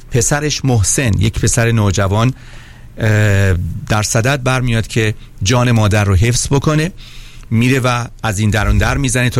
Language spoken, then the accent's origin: Persian; Iran; moved away; ما ایرانی هستیم